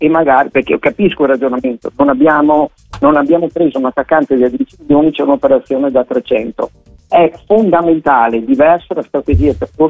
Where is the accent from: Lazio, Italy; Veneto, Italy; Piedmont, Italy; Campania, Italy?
Veneto, Italy; Verona; Da veronese, da tifoso dell'Hellas